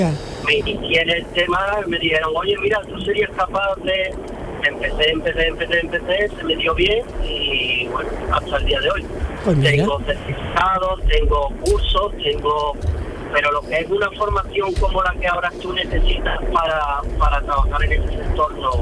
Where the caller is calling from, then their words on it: Utrera, Andalusia, Spain; tengo 47 años y soy de Utrera. De Utrera